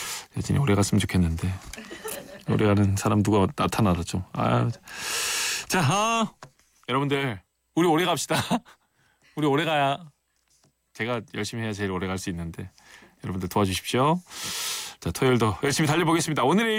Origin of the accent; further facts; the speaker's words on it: Ulsan, South Korea; moved away as an adult; now in Seoul, South Korea; 저는 이제 뭐 울산이 고향이고 쭉 울산에서 나고 자라서 이제 20살까지 예, 경상도 지역에 쫙 있었고 누구보다 찐 경상도인 … 밑에서 자란 아들 둘 가정에